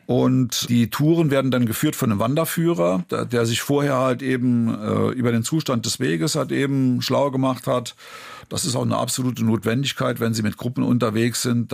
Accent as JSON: {"language": "German", "region": "Saarland", "country": "Germany", "tie": "born there"}